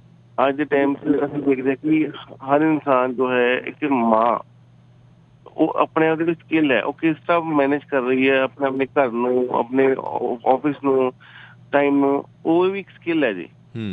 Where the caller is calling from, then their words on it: Jalandhar, Punjab, India; ਮੈਂ ਜਲੰਧਰ ਦਾ ਰਹਿਣ ਵਾਲਾ ਜੀ।